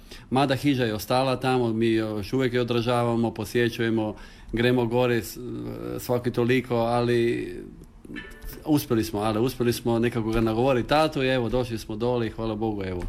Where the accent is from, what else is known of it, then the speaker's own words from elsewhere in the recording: Motovun, Istria County, Croatia; odakle si, prvo reći iz Motovuna, iz Kaldira, to su moji korijeni, to je moj rod i jako sam ponosan na to, jako mi je drago da smo tamo